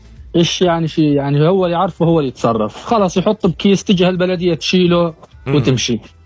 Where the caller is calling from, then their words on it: Aleppo Governorate, Syria